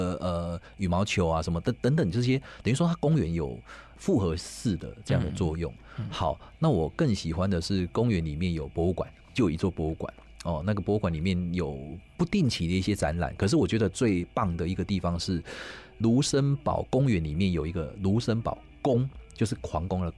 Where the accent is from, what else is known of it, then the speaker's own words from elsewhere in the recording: Kaohsiung, Taiwan; 也是我们高雄人